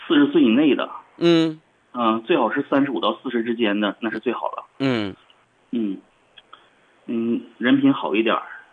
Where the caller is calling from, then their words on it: Harbin, Heilongjiang, China; 哈尔滨市的。